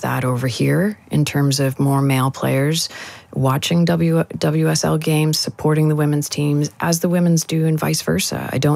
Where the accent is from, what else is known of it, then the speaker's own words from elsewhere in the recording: Canada; I'm Canadian